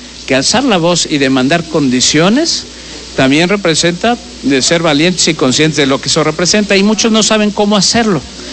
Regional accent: Puebla, Mexico; Simplemente somos poblanos, somos mexicanos

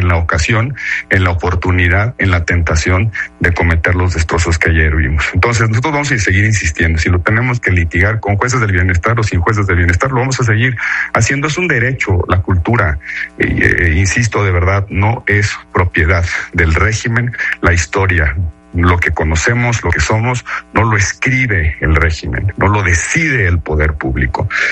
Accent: Mexico

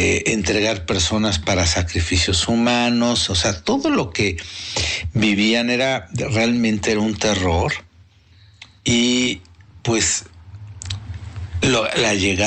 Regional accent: Mexico; todo lo que nos hace sentirnos orgullosos como mexicanos y que el mundo admira de México, resulta que es fruto de este mestizaje.

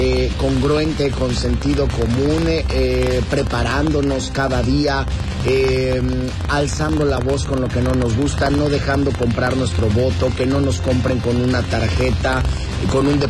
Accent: Mexico; reconocer nuestra independencia como ciudadanos mexicanos.

